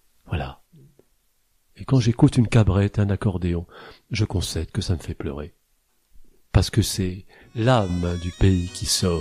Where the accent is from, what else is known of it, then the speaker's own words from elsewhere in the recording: Auvergne-Rhône-Alpes, France; parce qu'on est auvergnat